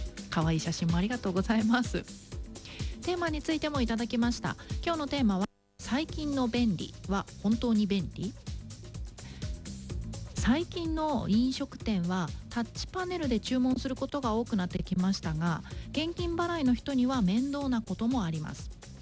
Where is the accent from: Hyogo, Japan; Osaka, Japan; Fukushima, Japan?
Fukushima, Japan; Iwaki; moved away; うちの地元がね、出身の方のいわき市内の駅の方が自動改札になるのが結構遅かったので、